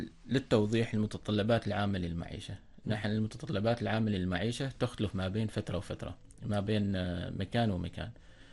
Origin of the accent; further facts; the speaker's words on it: Oman; نحن عندنا في عمان